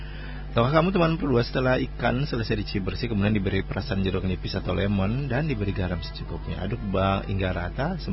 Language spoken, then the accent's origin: Indonesian; Maluku, Indonesia; Walaupun aku orang Maluku teman berdua, tapi kayaknya karena kurang terbiasa ya.